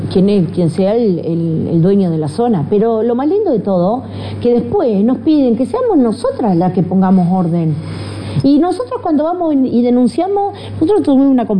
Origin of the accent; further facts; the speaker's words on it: Uruguay; nosotras como uruguayas también somos ciudadanos